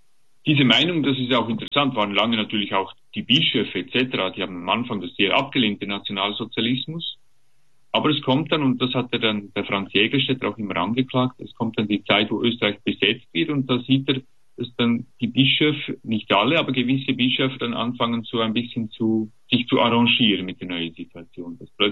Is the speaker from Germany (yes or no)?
no; Switzerland; als Schweizer